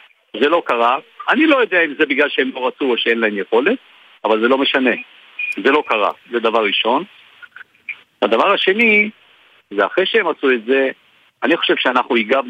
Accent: Northern District, Israel; אני גדלתי בצפון דרך כלל, אני נולדתי במושב זה אליעזר וגדלתי והתחנכתי שם

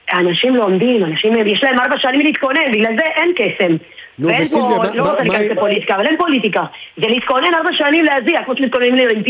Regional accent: Argentina; now in Israel; מותר לי להגיד כארגנטינאית, חבר'ה, צריך טיפה לעבוד יותר על הגנה

